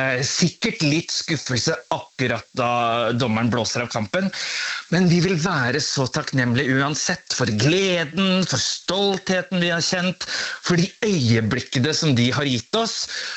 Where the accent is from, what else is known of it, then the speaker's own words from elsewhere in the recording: Hamar, Innlandet, Norway; jeg skal på Stortorget i min hjemby Hamar.